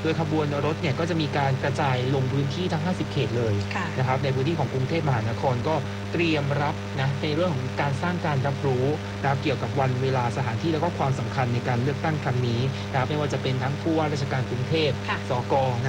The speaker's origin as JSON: {"language": "Thai", "region": "Nonthaburi", "country": "Thailand", "said": "เราเป็นคนนนทบุรี"}